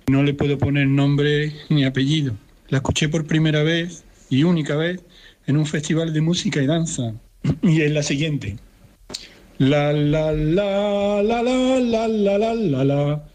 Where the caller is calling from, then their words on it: Seville, Andalusia, Spain; de Sevilla.